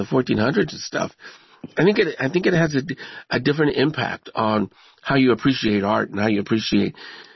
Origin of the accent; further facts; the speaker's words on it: Sacramento, California, United States; We grew up in Sacramento